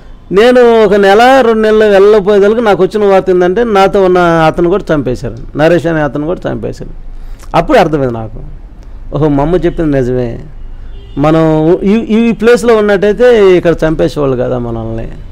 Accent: Reddipuralu, Andhra Pradesh, India; పొన్నూరు నుంచి 2 కిలోమీటర్లు 4 మా ఊరు రెడ్డిపురాలు మా ఊరు నుంచి 2 కిలోమీటర్లు ఒడ్డు ముక్కలు ఉండదు

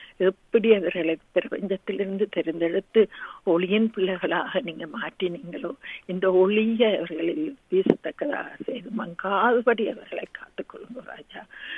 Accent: Sri Lanka; moved away; நாங்கள் பிறந்து வளர்ந்த தேசத்துக்காக, அந்த சிறிய இலங்கை தீவுக்காக

